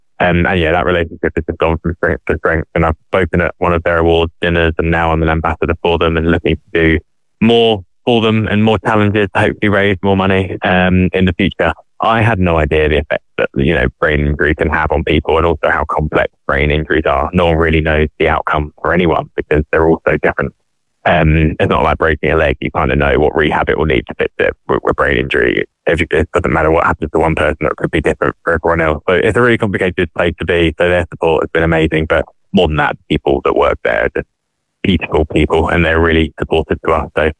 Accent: Frinton, East of England, United Kingdom; last year I quit my job, my corporate job, to move back to Frinton, my hometown, to spend time with my mum.

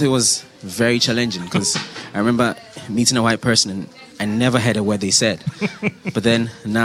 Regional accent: Ghana; So I'm a Ghanaian. I'm from Ghana.

